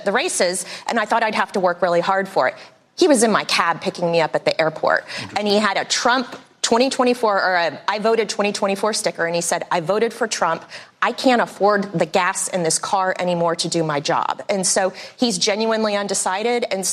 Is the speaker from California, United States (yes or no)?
no; Texas, United States; as the Texan who parachuted into Ohio